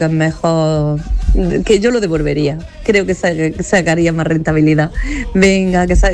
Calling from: Granada, Andalusia, Spain; de Granada.

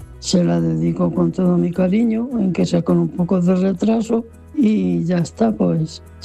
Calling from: Torre de Juan Abad, Castilla-La Mancha, Spain; Hola, Manolo, mira … aquí de Torre de Juan Abad, que sentió el programa esta noche.

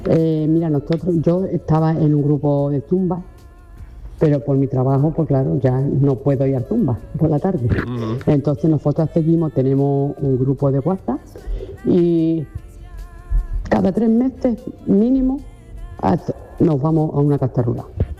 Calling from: Ronda, Andalusia, Spain

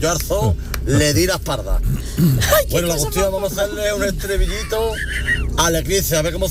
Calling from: Ayamonte, Andalusia, Spain; soy de Ayamonte y trabajo en una tienda de muebles en Cartaya.

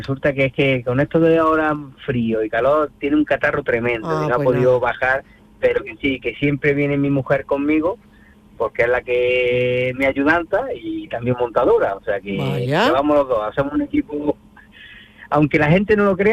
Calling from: Granada, Andalusia, Spain; Somos de Granada.

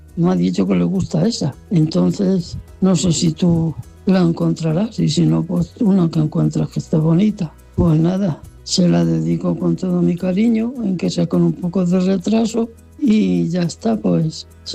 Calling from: Torre de Juan Abad, Castilla-La Mancha, Spain; Hola, Manolo, mira … aquí de Torre de Juan Abad, que sentió el programa esta noche.

